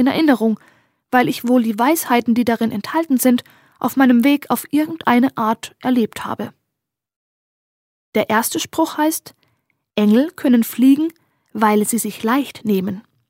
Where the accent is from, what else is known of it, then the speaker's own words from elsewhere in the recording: Baden-Württemberg, Germany; dass ich jetzt wirklich in meiner Heimat, dem Schwarzwald, bin.